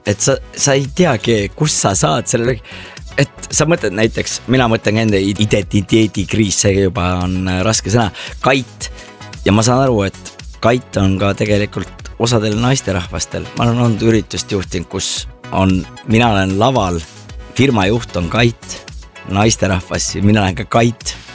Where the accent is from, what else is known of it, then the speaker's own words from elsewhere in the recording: Võru, Võru County, Estonia; ma olen Võrust pärit, ma vabandan, et pole enne jõudnud, pole poolteist aastat Võrus käinudki isegi.